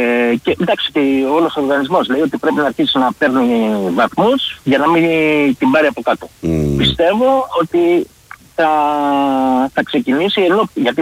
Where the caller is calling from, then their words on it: Kalamata, Peloponnese, Greece; Είμαι Ολυμπιακός στην καρδιά μου, όμως εγώ είμαι Καλαμάτα. Το λέω, δηλαδή, αγαπάω πολύ τον τόπο μου.